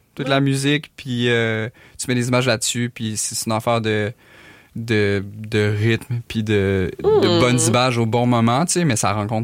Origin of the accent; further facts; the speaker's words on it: Quebec City, Quebec, Canada; now in Montreal, Canada; Je viens de Québec